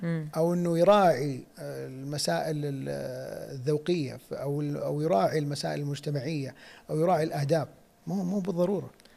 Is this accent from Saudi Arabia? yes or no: yes; Saudi Arabia; نحن كفنانين سعوديين